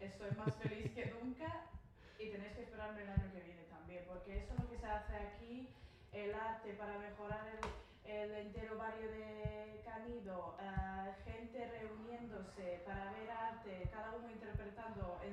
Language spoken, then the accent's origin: Spanish; Montenegro; Vengo de Montenegro, si no se lo he olvidado.